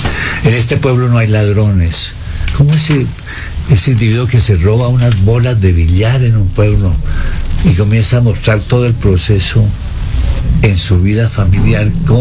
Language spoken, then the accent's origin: Spanish; Pitalito, Huila, Colombia; now in Ecuador; Se hacen pasantías en esa casa en mi pueblo.